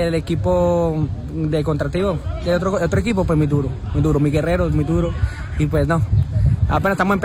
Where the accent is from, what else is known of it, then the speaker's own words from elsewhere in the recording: Colombia; moved away; la mayoría somos de Colombia.